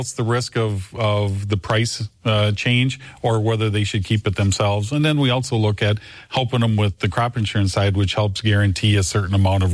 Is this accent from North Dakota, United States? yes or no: yes; Milnor, North Dakota, United States; born and raised in North Dakota, a farm in southeast part of the state down by Milner. Went to high school at Milner